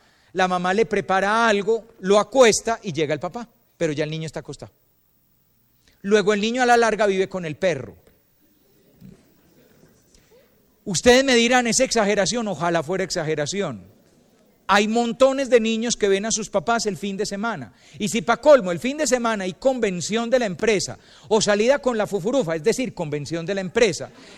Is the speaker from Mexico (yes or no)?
no; Colombia; vos sos colombiano, yo también.